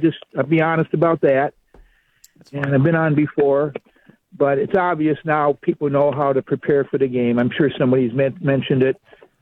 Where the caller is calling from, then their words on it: Detroit, Michigan, United States; Just like I'm from Detroit.